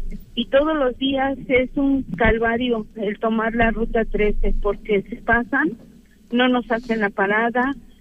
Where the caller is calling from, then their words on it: Mexico; yo vivo en San Gaspar y es la única ruta que llega hasta allá.